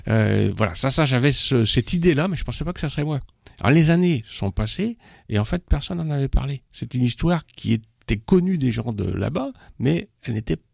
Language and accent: French; Saint-Nazaire, Pays de la Loire, France; born there; Et donc, je suis né en 1960 à Saint-Nazaire, donc je connais très très bien ce terroir-là, toute cette communauté-là.